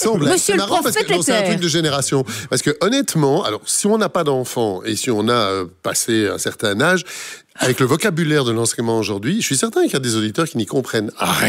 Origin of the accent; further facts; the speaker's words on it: Brussels, Brussels-Capital Region, Belgium; moi, je suis bruxellois